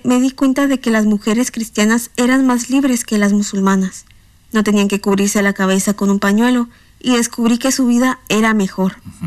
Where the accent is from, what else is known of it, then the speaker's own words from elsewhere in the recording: Iran; Me preocupaba que al regresar a mi ciudad natal, la gente supiera que era cristiana.